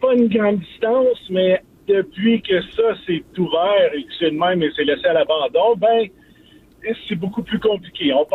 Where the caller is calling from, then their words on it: Deux-Montagnes, Quebec, Canada; Moi, j'habite à Deux-Montagnes. Je vais travailler en bordure de la 13, en face du Mécocentre Sainte-Dorothée.